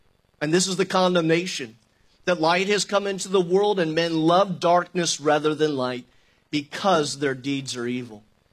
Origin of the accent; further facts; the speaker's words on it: United States